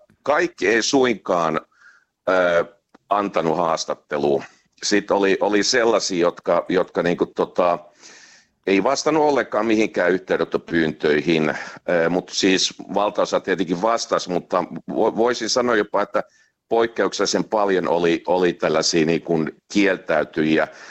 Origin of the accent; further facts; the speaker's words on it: Jyväskylä, Central Finland, Finland; Mä oon Jyväskylästä kotoa, mä nyt pitkän aikaa siellä käynyt